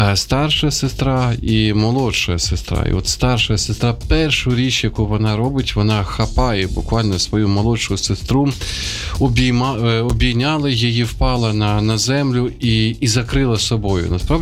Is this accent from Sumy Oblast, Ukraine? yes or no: yes; Sumy, Sumy Oblast, Ukraine; now in Kyiv, Ukraine; друге моє рідне місто, це є Суми, звідки походжу